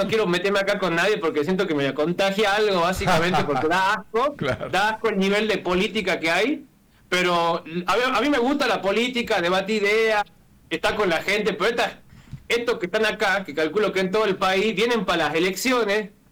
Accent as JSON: {"language": "Spanish", "country": "Argentina", "said": "somos los argentinos patriotas"}